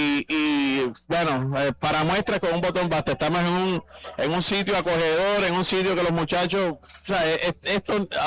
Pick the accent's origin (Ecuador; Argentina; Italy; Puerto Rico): Puerto Rico; Comerío; yo soy natural de Comerío, pero he estado en Caguas, en Sidra